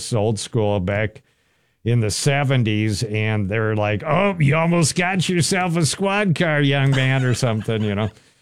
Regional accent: Wilmer, United States; So I grew up in Wilmer.

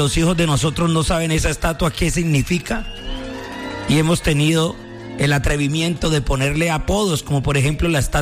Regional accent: Cali, Valle del Cauca, Colombia; lo que nos representa como caleños.

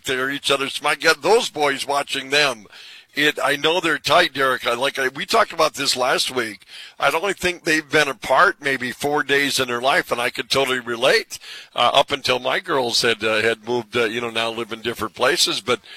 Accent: Williston, United States; I had the same thing at church growing up in Williston.

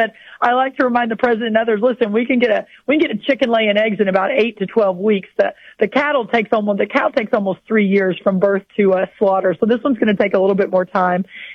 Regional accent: Texas, United States; And then, Scott, the other piece, and I'm from Texas, so for your southern listeners

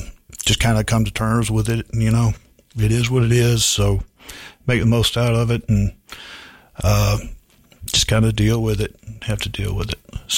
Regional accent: Augusta, Georgia, United States; I'm from Augusta originally, awesome. Born and raised. Went to Westside High School.

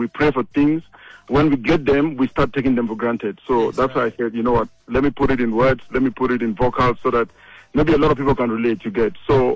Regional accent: Cameroon; You know, like you rarely know, I'm from Cameroon.

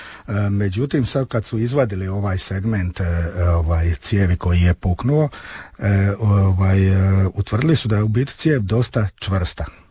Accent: Vrpolje, Croatia

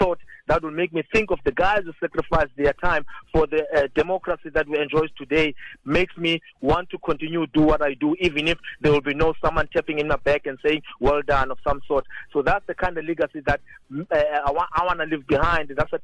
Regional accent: South Africa; as a South African

